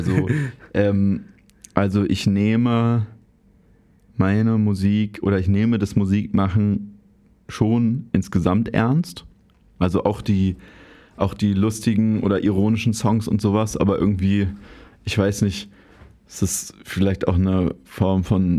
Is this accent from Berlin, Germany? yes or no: yes; Berlin, Germany; ich bin ja da so im Tiergarten aufgewachsen